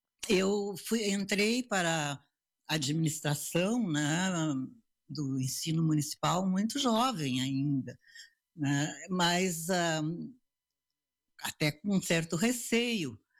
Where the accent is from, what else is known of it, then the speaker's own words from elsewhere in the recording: Soledade, Rio Grande do Sul, Brazil; also born or lived in Fontoura Xavier; Sou, mas eu nasci em Fontoura Xavier. A época em que Fontoura era um distrito de Soledade.